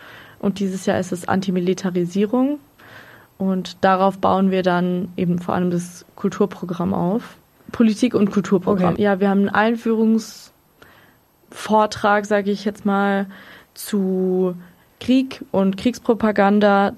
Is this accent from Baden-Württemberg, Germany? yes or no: yes; Lörrach, Baden-Württemberg, Germany; now in Freiburg, Germany; Es ist ein bisschen lustig, weil ich bin aus Lörrach